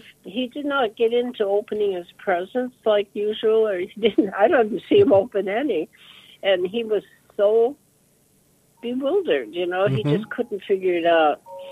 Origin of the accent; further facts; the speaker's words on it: Minot, North Dakota, United States; born there; moved away; I'm originally centuries ago from North Dakota. So I was born here in Minot.